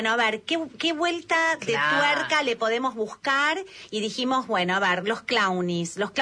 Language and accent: Spanish; Argentina; Soy una grupi argentina